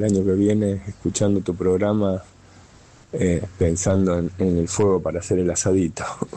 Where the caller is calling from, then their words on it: Seville, Andalusia, Spain; Hablo desde Sevilla